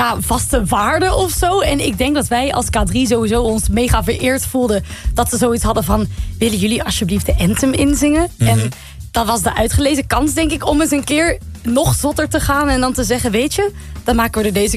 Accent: Netherlands; Nee, ik ben Hollandse, maar ik ben niet zo van de straat.

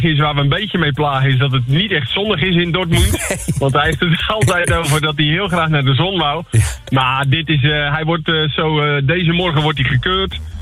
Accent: Volendam, North Holland, Netherlands; maar ook als Volendammer zijnde.

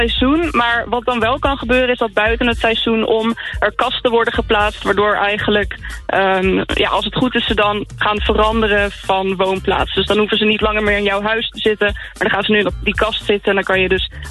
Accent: Aalsmeer, North Holland, Netherlands; Ik ben 24 en ik kom uit Alsmeer.

